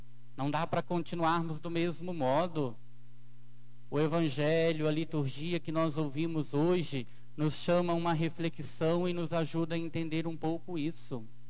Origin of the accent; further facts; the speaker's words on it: Santos Dumont, Minas Gerais, Brazil; Sou filho desta terra, desta cidade. Sou natural aqui de Santos Dumont. Moro lá em Dores do Paraibuna, distrito aqui de Santos Dumont